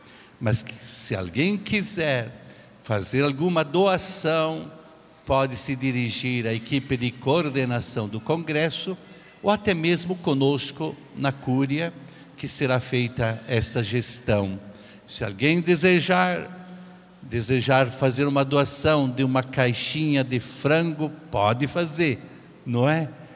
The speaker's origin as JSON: {"language": "Portuguese", "country": "Brazil"}